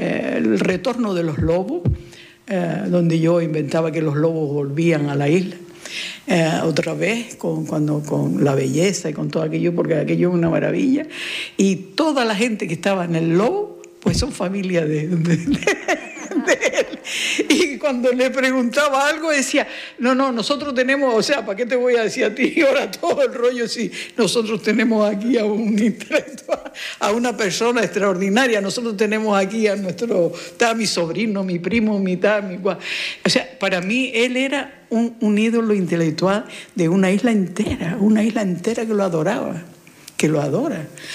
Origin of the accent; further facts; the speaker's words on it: Fuerteventura, Canary Islands, Spain; yo soy de Majorera, de familias majoreras